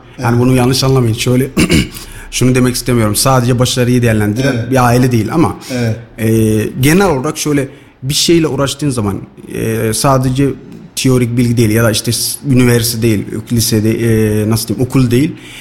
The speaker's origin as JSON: {"language": "Turkish", "country": "Somalia", "second_language": "Turkish", "moved": "as an adult", "lives_now": "Turkey"}